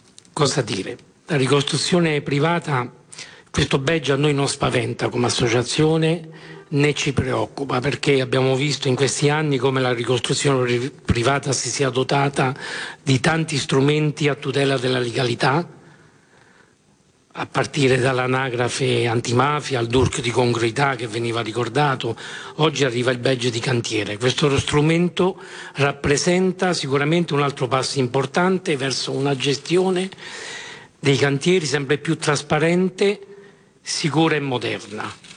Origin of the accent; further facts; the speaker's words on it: Abruzzo, Italy; Io vengo dall'Abruzzo, una regione che è stata colpita duramente due volte, sia nel 2009, mia madre era aquilana, mio papà teramano